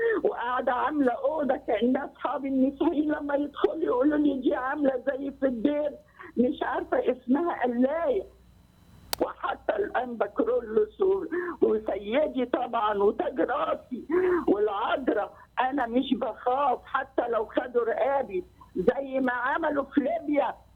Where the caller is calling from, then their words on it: Alexandria, Alexandria Governorate, Egypt; أنا من اسكندرية بشهد، وكنت عايشة في راغب في وسط 11 دكتور